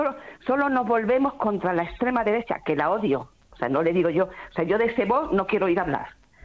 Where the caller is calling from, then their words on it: Spain; somos nosotros españoles como ellos